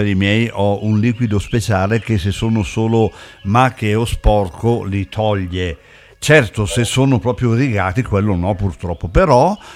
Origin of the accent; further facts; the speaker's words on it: Lombardy, Italy; siamo tutti bresciani